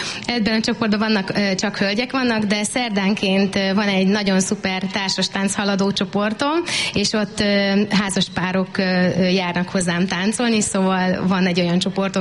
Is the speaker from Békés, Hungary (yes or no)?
yes; Szarvas, Békés, Hungary; born there; Valóban szarvasi születésű vagyok. Békés megyei vagyok.